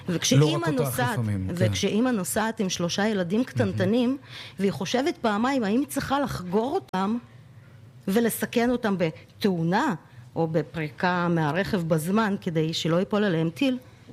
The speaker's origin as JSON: {"language": "Hebrew", "country": "Turkmenistan", "moved": "yes", "lives_now": "Israel", "said": "אני בכלל עליתי ב-91, אני לא נולדתי ב... מאיפה? מטורקמניסטן"}